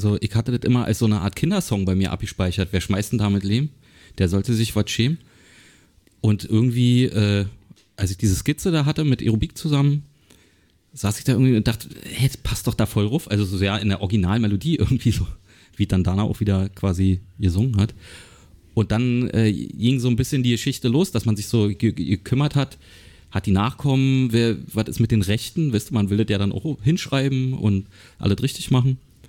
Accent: Berlin, Germany; Ich bin in Köpenick groß geworden, genauso wie du.

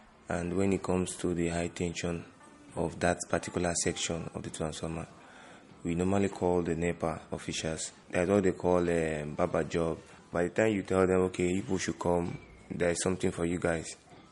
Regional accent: Port Harcourt, Rivers, Nigeria; I'm from Amatari Polo community, which is Okuka Waterfront, and the light chairman.

